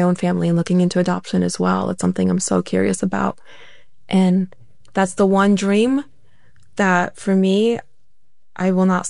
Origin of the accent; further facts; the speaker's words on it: Ukraine; moved away; my home country, where I was from, where I have dreams of still meeting my birth family and seeing with adult eyes where I come from, where I grew up, and I didn't want to go.